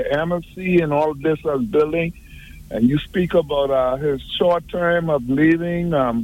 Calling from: Providenciales, Turks & Caicos Islands; I'm calling from Provo

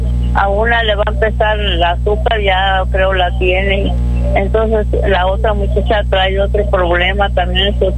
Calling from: Tamaulipas, Mexico; De Urabo, Tamaulipas, México.

